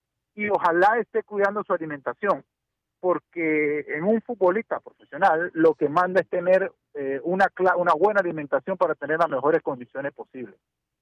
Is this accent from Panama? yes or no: yes; Panama; Yo soy panameño